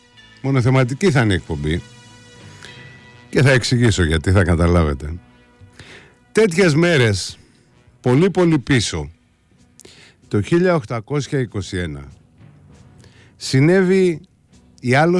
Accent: Greece; Εμείς έχουμε και ένα ελάττωμα σαν Έλληνες

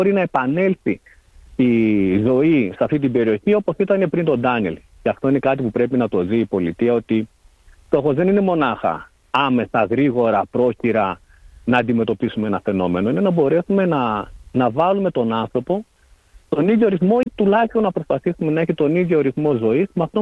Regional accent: Perivoli, Western Macedonia, Greece; born there; στο χωριό μου εδώ που είμαι από τα Γρεβενά, από το περιβόλι Γρεβενών

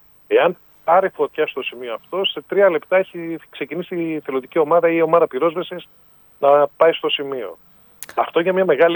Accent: Athens, Attica, Greece; Εγώ πάλι είμαι ο Δήμαρχος Ελληνικού Αργυρούπολης, είμαι από την Αθήνα.

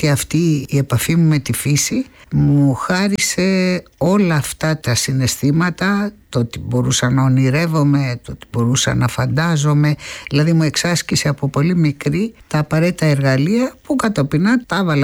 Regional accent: Methana, Attica, Greece; Κυρίως έχω στη μύτη μου τη μυρωδιά από τον τόπο μου αυτό, που ευτύχησα να μεγαλώσω παιδί

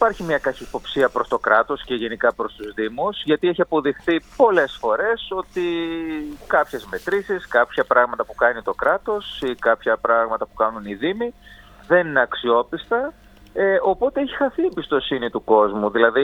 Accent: Volos, Thessaly, Greece; σαν βολιώτης

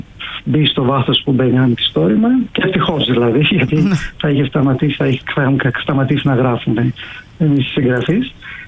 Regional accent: Greece

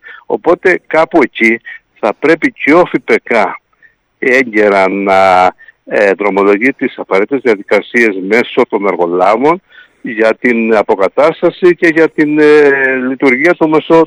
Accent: Imbros, Crete, Greece; στο χωριό μου στην Ήμβρο

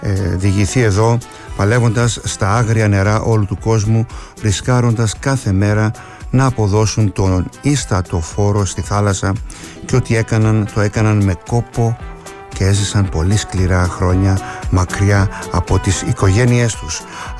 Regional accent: Kasos, South Aegean, Greece; στο νησί μου την Κάσο

